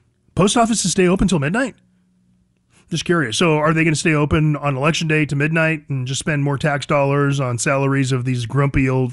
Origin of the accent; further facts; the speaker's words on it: Arizona, United States; moved away; I'm from Arizona